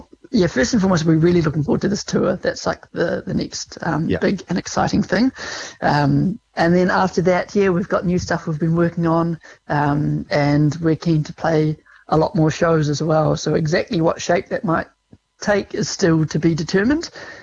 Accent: New Zealand; born there; the growing up in New Zealand

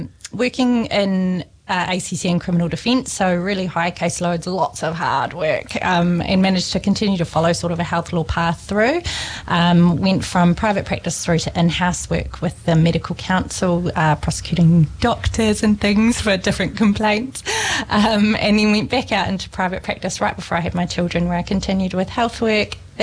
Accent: Wellington, New Zealand; moved away as an adult; now in Taranaki, New Zealand; I'm a Wellingtonian born and bred. Came here in 2022

